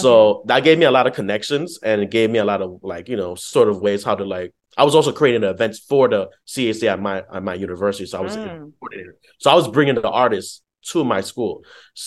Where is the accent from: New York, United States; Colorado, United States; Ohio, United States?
New York, United States; Bronx; because also we're being that we're from the Bronx